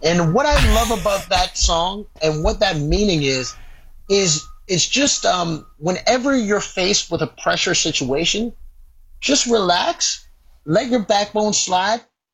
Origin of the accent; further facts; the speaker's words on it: Canada; people assume that I'm an American. And I always wear something that shows that I'm a Canadian